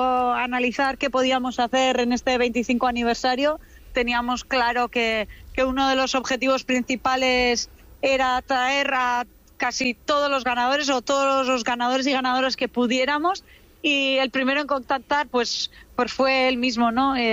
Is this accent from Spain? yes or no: yes; Basque Country, Spain; para nosotros como vascos